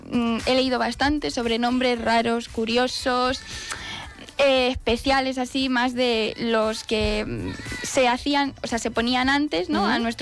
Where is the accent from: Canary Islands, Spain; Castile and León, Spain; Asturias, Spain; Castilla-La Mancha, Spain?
Castilla-La Mancha, Spain; Petrola; yo soy de Petrola, entonces nuestro gentilicio es Petrolino.